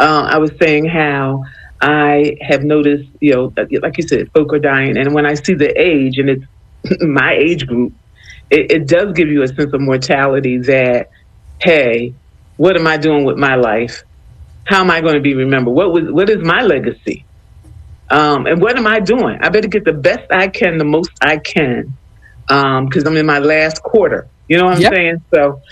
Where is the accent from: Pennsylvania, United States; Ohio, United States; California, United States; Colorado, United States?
Pennsylvania, United States; Philadelphia; I grew up in North Philly, N-O-R-F, North Philly.